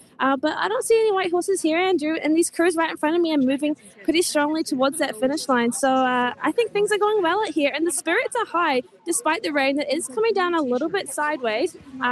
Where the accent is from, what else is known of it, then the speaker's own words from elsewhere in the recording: Wellington, New Zealand; I'm from Wellington, which is, some lists say, the most windy city in the whole world. So I'm used to plenty of wind.